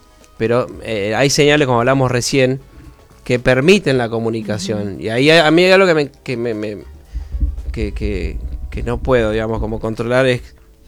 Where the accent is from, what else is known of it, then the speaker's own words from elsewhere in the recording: Buenos Aires, Argentina; yo vengo de Buenos Aires y hemos conocido distintos espacios de iglesias